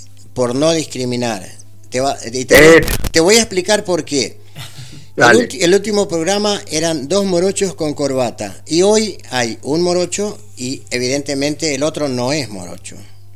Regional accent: Buenos Aires, Argentina; Nosotros somos del cono urbano bonaerense.

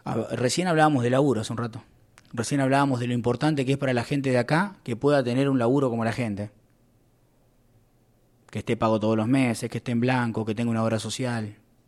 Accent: Sierra Colorada, Río Negro, Argentina; Tanto que me canso de hablar de mi pueblo, mi querido Sierra Colorada y qué sé yo cuántas cosas más

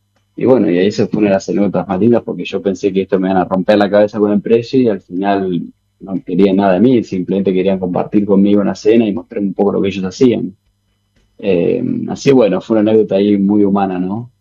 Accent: Argentina; acabo de llegar, soy de Argentina

